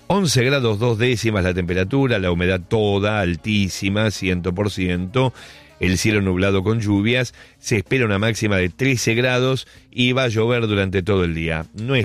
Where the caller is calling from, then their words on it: Salta, Argentina; de Salta Capital.